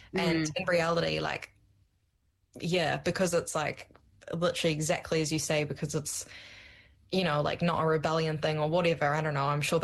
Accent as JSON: {"language": "English", "town": "Amsterdam", "region": "North Holland", "country": "Netherlands", "second_language": "English", "moved": "yes", "said": "yeah, I am from Holland and yeah."}